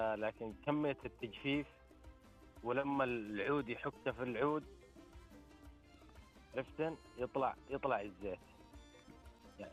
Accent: Jazan Province, Saudi Arabia; هذا بلدي في جيزان، عندنا في جيزان في الأودية

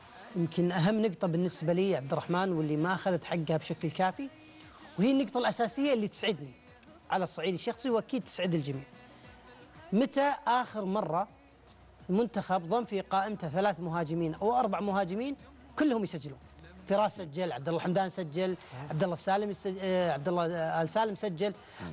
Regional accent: Saudi Arabia; هنا عندنا في المملكة العربية السعودية

